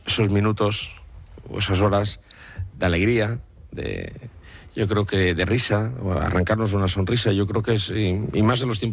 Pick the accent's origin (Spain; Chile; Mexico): Spain; Valencian Community